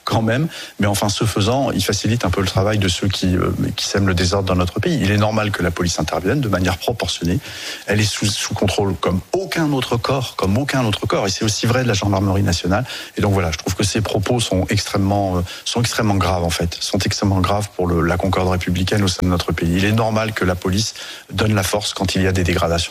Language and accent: French; Centre-Val de Loire, France; puisque je suis originaire du département du Cher. Je connais bien cette zone.